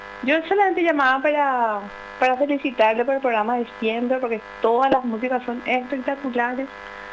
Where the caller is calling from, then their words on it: Luque, Central, Paraguay; que estoy llamando de Luque.